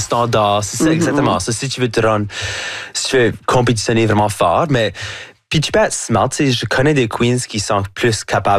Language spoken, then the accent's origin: French; Canada; aussitôt que je dis que je suis French Canadian, automatiquement, on peut assumer que je suis québécois, parce que les gens ne savent pas c'est quoi l'Acadie.